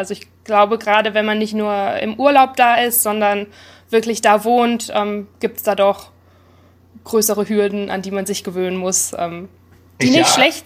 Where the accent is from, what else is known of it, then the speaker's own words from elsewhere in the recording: Duisburg, North Rhine-Westphalia, Germany; moved away as an adult; also born or lived in Munich; now in Detroit area, United States; Ich bin in Duisburg aufgewachsen, in NRW.